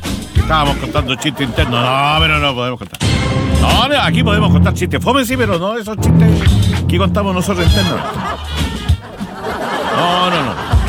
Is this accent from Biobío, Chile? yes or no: yes; Talcahuano, Biobío, Chile; born there; Oh, ya no he vuelto más para Talcahuano. Y yo nací en Talcahuano.